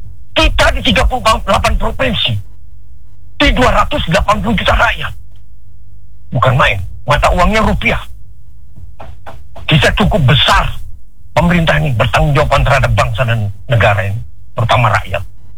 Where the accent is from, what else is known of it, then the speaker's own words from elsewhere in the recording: Samarinda, East Kalimantan, Indonesia; born there; Saya orang lahir di Samarinda tahun 57. Saya lahir di Jalan Bayangkara itu.